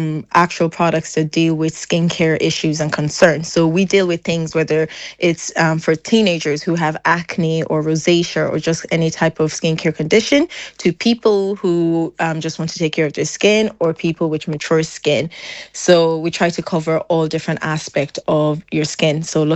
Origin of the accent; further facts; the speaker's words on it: Castlebar, Connacht, Ireland; moved away as an adult; also born or lived in Taiwan; So, I'm actually currently in Japan. My background is I'm from Castlebar, And I got an opportunity to do my master's out in Asia, in Taiwan, where I spent back and forth almost 8 years living and working out there. And whenever I moved back to Ireland